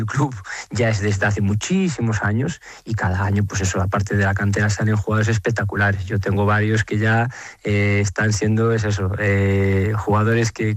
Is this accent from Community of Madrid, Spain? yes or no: no; Galicia, Spain